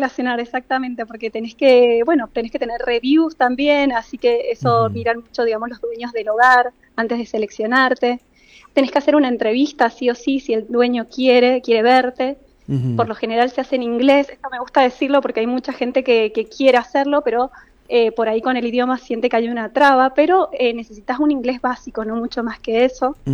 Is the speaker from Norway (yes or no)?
no; Argentina; moved away as an adult; now in Egypt; les digo que soy argentina